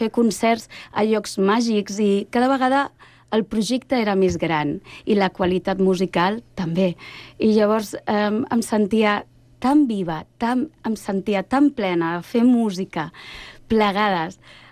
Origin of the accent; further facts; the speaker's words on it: Sant Cugat del Vallès, Catalonia, Spain; also born or lived in Terrassa; vivien aquí, els meus pares van néixer aquí i és la meva infantesa, és les il·lusions i la meva memòria històrica.